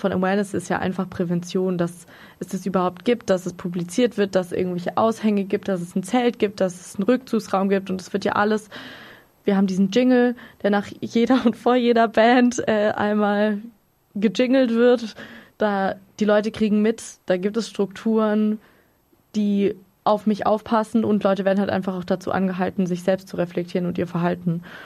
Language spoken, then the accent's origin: German; Lörrach, Baden-Württemberg, Germany; now in Freiburg, Germany; weil ich bin aus Lörrach und kannte das Café Irrlicht nicht wirklich, was ja irgendwie da so ein bisschen mit verbandelt ist, zumindest politisch würde ich jetzt mal sagen. Und bin dann nach Freiburg gezogen